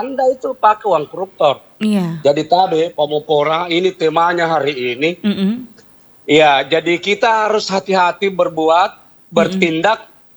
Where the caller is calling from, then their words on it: Makassar, South Sulawesi, Indonesia; Ya, jadi kalau kita orang Makassar ya, Bugis Makassar ya.